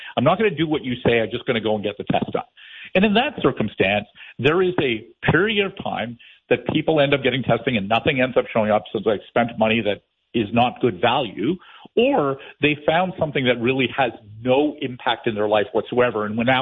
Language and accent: English; Canada; And that is the pride of being Canadian.